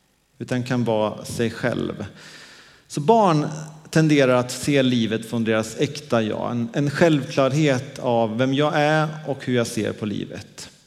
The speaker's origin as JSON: {"language": "Swedish", "region": "Dalarna County", "country": "Sweden", "moved": "yes", "said": "Vi var hemma i Dalarna i veckan"}